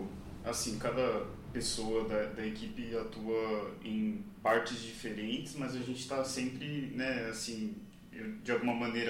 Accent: São Paulo, Brazil; moved away as an adult; now in Minas Gerais, Brazil; sou de São Paulo, que estou há poucos anos aqui morando em Minas

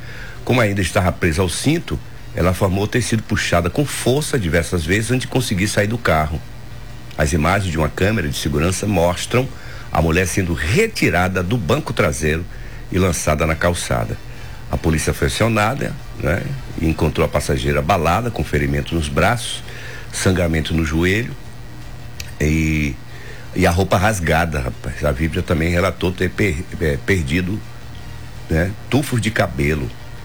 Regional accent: Ribeira, Brazil; Eu sou de Ribeira, mas tenho 40 anos aqui.

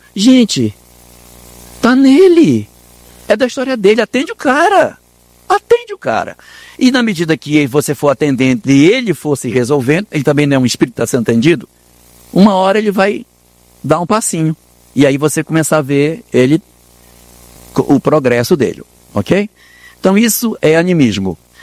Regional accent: Minas Gerais, Brazil; Nós que somos mineiros, está em mim, né? Está em mim.

